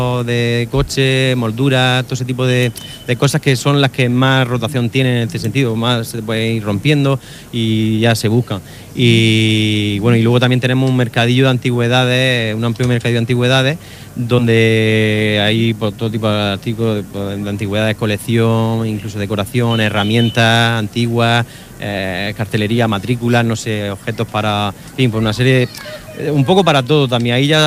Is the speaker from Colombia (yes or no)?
no; Spain; la marca SEAT, que a nivel nacional, que nosotros somos españoles, pues bueno, pues vamos a sentir ahí un poco esa nostalgia.